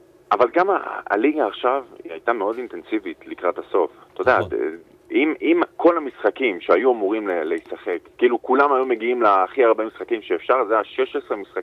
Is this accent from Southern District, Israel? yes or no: yes; Ashdod, Southern District, Israel; גדלתי באשדוד